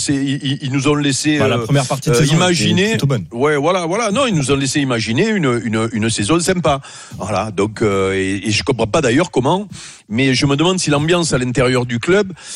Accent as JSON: {"language": "French", "town": "Robion", "region": "Provence-Alpes-Côte d'Azur", "country": "France", "said": "Non, je suis d'Avignon. Ouais. Oh. Je suis de Robion, les Taillades."}